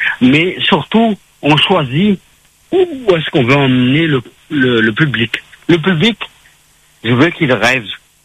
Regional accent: Madagascar; moved away; also born or lived in Réunion; quand j'étais enfant en Madagascar, dans le village de Tchastaf

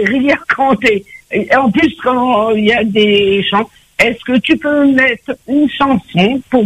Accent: Réunion; born there; now in Metropolitan France; La Réunion, je suis né à La Réunion.

